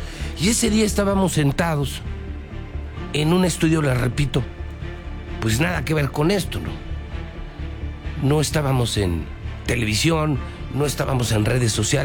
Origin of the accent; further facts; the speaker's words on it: Mexico; el nivel de división que hoy vivimos los mexicanos